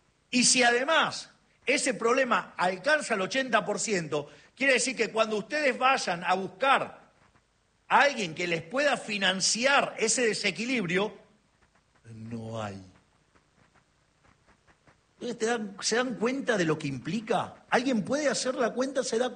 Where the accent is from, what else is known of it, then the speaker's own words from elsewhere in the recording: Argentina; nosotros que somos tan argentinos, la argentinidad del paro y todas esas cosas